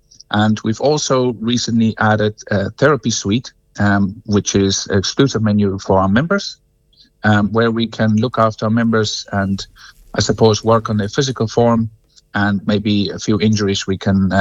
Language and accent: English; South Africa; now in Cong, Ireland; No, I'm originally from South Africa, I suppose.